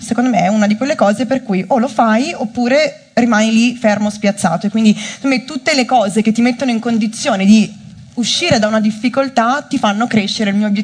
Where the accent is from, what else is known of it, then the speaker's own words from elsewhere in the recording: Milan, Lombardy, Italy; io lo dico subito, sono di Milano, ma secondo me Trento ha una marcia in più